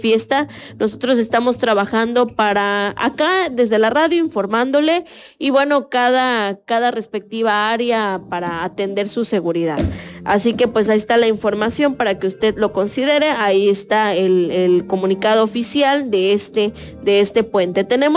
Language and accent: Spanish; Mexico; nos caracteriza como mexicanos